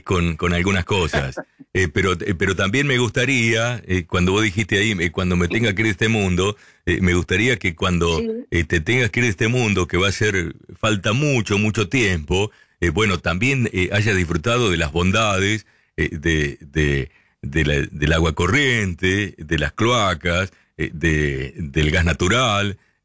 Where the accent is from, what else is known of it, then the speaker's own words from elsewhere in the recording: Lincoln, Buenos Aires Province, Argentina; now in Necochea, Argentina; Yo soy de Lincoln, pero vivo en Necochea.